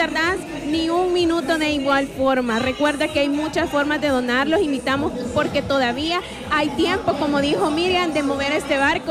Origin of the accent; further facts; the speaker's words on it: El Salvador; sí, la verdad es que sí podemos como salvadoreños unirnos en conjunto para esta causa como es la Teletón.